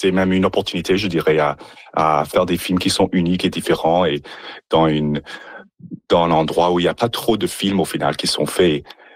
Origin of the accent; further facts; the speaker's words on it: Nipawin, Saskatchewan, Canada; Je suis originaire de Nipawin, je suis même à Nipawin tout de suite là, chez mes parents.